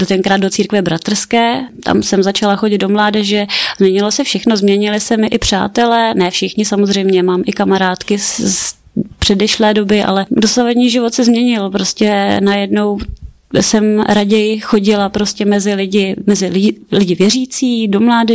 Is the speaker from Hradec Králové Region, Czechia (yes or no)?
yes; Hradec Králové, Hradec Králové Region, Czechia; přijel k nám do města, do Hradce Králové, a pocházím z Hradce Králové